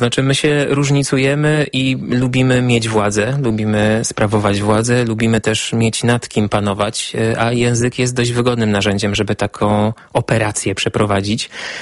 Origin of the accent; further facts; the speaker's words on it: Silesian Voivodeship, Poland; ja jestem ze Śląska, jestem Ślązakiem, ale nie potrafię tego robić.